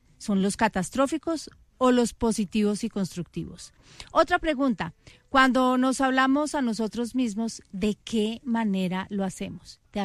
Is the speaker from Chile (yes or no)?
no; Medellín, Antioquia, Colombia; mi coterránea, porque también es de Medellín